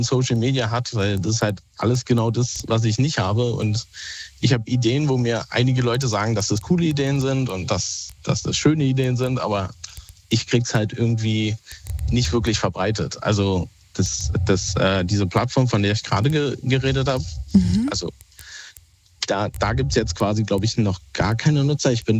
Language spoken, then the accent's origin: German; Berlin, Germany; wir wohnen halt in Bayern und ich bin ursprünglich Berliner.